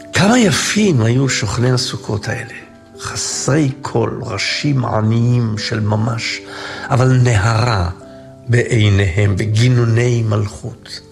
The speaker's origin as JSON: {"language": "Hebrew", "town": "Jerusalem", "region": "Jerusalem District", "country": "Israel", "tie": "born or raised there", "said": "אני זוכר סוכות בירושלים, בשכונה שבה נולדתי. היינו ממהרים מן ההבדלה של מוצאי יום הכיפורים לביתנו אשר בבית הכרם."}